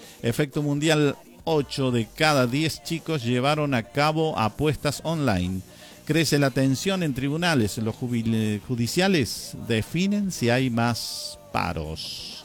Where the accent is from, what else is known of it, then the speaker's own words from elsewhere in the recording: Argentina; como buenos argentinos que somos